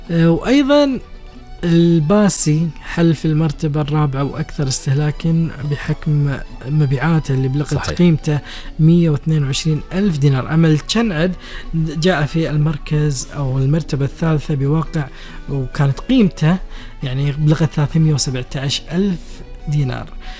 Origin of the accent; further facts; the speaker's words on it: Kuwait; الزبيدي أهم أكلة عندنا بالكويت بالنسبة لي.